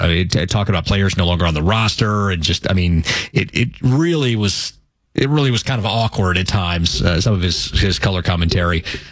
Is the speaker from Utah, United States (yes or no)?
no; St. Louis, Missouri, United States; born there; I was born in St. Louis